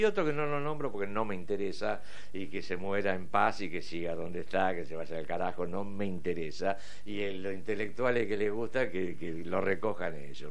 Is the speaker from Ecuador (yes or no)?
no; La Plata, Buenos Aires Province, Argentina; nosotros nacimos en La Plata.